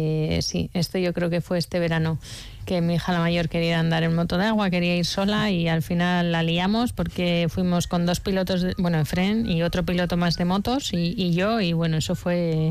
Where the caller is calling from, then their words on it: Irún, Basque Country, Spain; somos de Irún, San Sebastián, Guipúzcoa